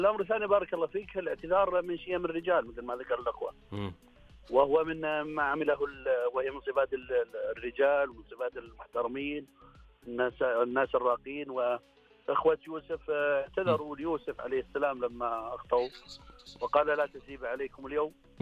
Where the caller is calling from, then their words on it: Riyadh, Riyadh Province, Saudi Arabia; أكلمك من رياض